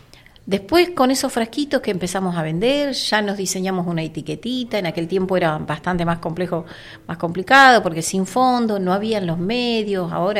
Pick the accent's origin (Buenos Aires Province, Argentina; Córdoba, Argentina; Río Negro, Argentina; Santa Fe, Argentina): Río Negro, Argentina; Fernández Oro; nosotras somos mujeres de Fernández Oro.